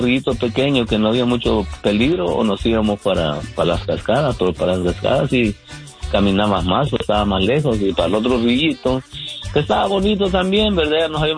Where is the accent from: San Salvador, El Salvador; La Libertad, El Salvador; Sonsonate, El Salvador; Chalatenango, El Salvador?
Sonsonate, El Salvador; Juayúa; soy de esa área